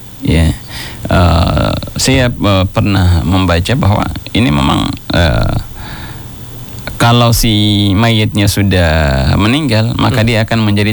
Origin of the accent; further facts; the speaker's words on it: Sintang, West Kalimantan, Indonesia; apalagi kita di Sintang